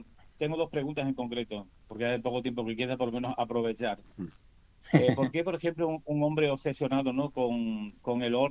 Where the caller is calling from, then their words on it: Extremadura, Spain; yo soy una tierra en la comarca de Olivenza.